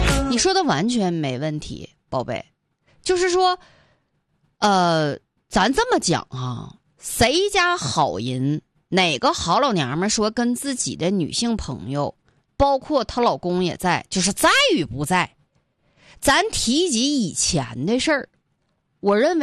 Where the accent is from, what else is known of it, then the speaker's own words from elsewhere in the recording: Northeast China, China; accent: Northeastern dialect; 这个俺们东北话真的